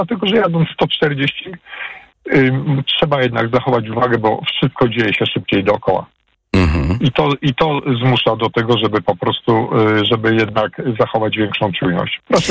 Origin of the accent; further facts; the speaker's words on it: Kraków, Lesser Poland, Poland; Tutaj jest taka historia lokalnie, jestem z Krakowa